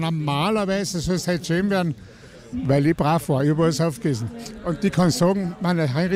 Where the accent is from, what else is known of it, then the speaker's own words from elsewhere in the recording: Bad Kleinkirchheim, Carinthia, Austria; born there; ich bin geboren in Bad Kleinkirchheim.